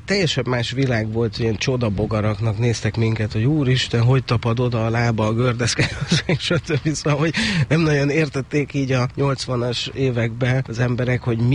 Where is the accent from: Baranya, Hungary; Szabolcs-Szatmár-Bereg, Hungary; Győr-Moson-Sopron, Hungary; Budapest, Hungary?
Budapest, Hungary; moved away as an adult; én egy nagyon pici, barátságos lakótelepen nőttem föl. Melyiken? Ez a 16. kerületi Szent Korona utcai lakótelep, ami családi házakkal övezett, és tényleg 4 emelet a maximum.